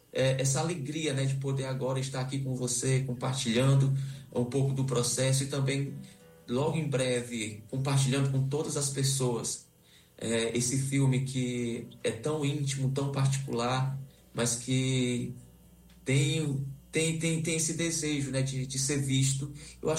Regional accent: Russas, Ceará, Brazil; que é uma cidade próxima da cidade onde eu nasci, que eu sou de Russas, assim como Alan.

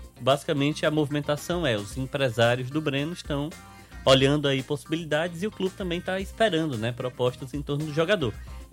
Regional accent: Ceará, Brazil; Eu sou cearense.

